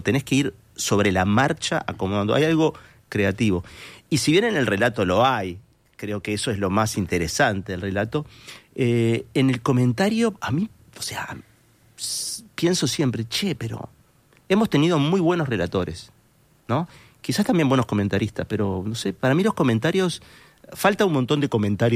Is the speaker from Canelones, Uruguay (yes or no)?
no; Montevideo, Uruguay; que me mudé a Sayago